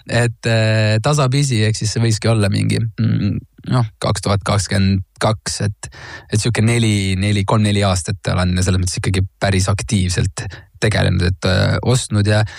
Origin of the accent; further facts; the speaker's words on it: Hiiu County, Estonia; ma olen Hiiumalt ise pärit